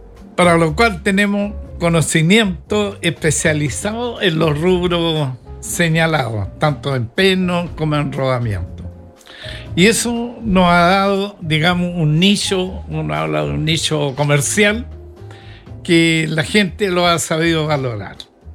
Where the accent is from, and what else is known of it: Concepción, Biobío, Chile